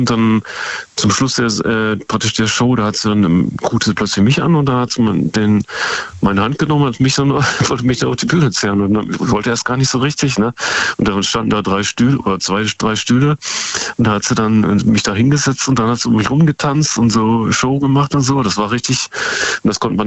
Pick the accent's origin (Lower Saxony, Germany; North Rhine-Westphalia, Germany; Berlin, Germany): Lower Saxony, Germany; Osnabrück; Das war nur, wo ich in Osnabrück, meiner Heimatstadt, gewohnt hatte